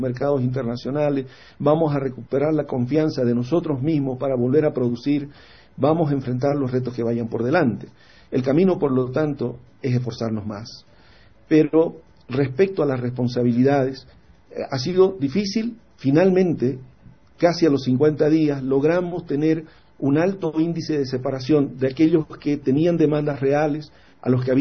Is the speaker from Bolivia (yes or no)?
yes; Bolivia; lo afrontamos como bolivianos